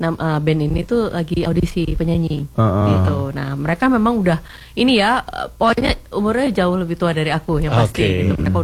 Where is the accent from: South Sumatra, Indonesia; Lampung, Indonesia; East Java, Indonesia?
East Java, Indonesia; Surabaya; born or raised there